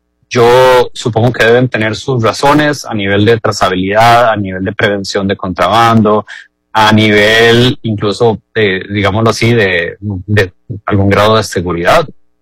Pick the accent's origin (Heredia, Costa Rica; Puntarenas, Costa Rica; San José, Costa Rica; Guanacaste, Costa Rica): Heredia, Costa Rica; now in Alajuela, Costa Rica; A pesar de que yo soy herediano, yo vivo en Alajuela.